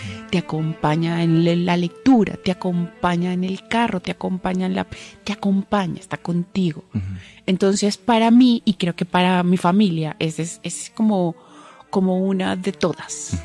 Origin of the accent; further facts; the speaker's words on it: Valencia, Carabobo, Venezuela; Además, yo soy de Valencia.